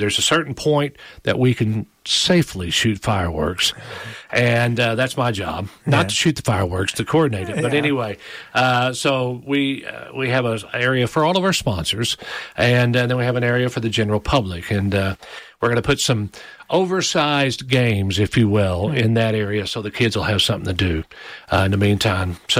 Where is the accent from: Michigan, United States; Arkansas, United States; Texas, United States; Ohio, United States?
Arkansas, United States; Paragould; Now, I wasn't born in Perigold, but I've been there all but 3 years of my life. So I'm from Perigold.